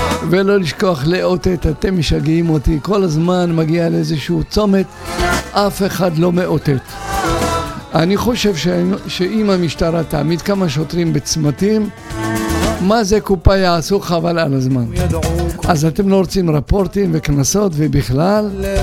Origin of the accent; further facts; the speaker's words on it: Kiryat Shmona, Northern District, Israel; moved away; אני לשעבר בן קריית שמונה